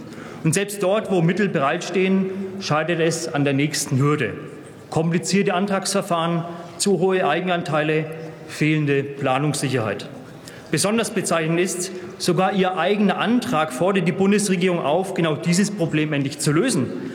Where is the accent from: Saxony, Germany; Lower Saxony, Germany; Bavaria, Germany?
Bavaria, Germany; Zirndorf; Als Stadtrat meiner Heimatstadt Zirndorf kenne ich die Realität vor Ort, nicht aus irgendwelchen Ministeriumspapieren